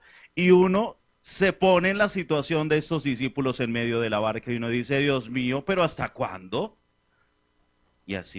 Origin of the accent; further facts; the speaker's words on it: Venezuela; now in Colombia; como venezolano en el exterior